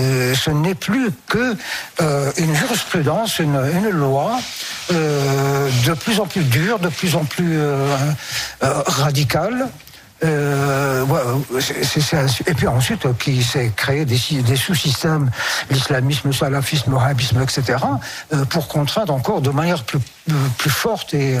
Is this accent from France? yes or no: yes; France; Non, je suis Français. Point.